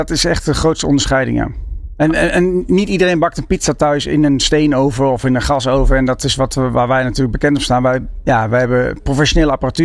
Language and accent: Dutch; The Hague, South Holland, Netherlands; Ik kom zelf uit Den Haag.